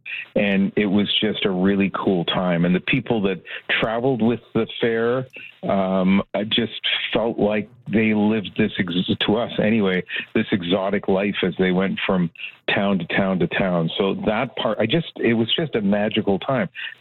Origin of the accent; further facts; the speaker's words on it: Canada; born there; In small town New Brunswick and Nova Scotia, it was, at least when I was growing up, a magical time to have the fair come in.